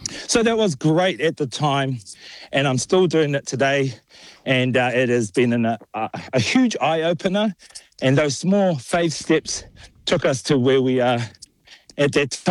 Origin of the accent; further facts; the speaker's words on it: Auckland, New Zealand; Growing up in Auckland City, you're more susceptible to the city life and the hustle and bustle, the dark alleyways, the streets. And that was our upbringing.